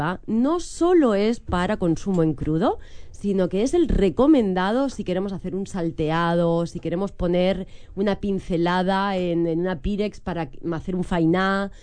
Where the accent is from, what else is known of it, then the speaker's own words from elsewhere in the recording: Spain; accent: Spanish; now in Uruguay; yo soy española, lo saben por el acento